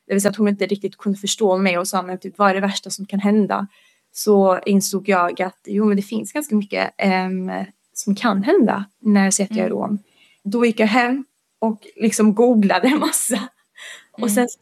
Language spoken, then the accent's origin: Swedish; Bosnia & Herzegovina; now in Sweden